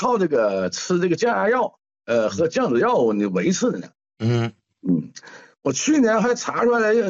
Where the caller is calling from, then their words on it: Shenyang, Liaoning, China; 我是沈阳的，